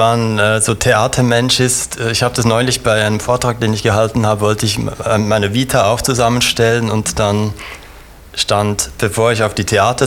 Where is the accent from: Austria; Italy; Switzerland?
Switzerland; Bern; born there; moved away as an adult; also born or lived in Berlin; und ich bin in Bern geboren, habe Zürcher Familie auf der einen Seite, auf der anderen Seite auch griechische familiären Background und bin dann aber als wie viele Schweizer im Studienalter gehen sie nach Berlin.